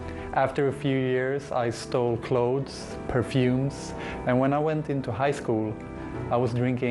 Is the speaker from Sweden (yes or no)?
yes; Sweden; I'm born and raised in Sweden. My father is from Morocco, and he was a non-practicing Muslim. And my mother is Swedish, and she was not a believer. So I grew up with no religion.